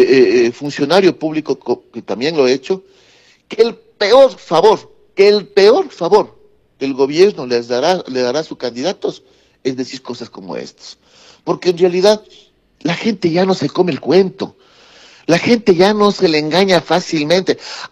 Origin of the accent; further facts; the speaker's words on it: Ambato, Tungurahua, Ecuador; como ecuatoriano y especialmente como ambateño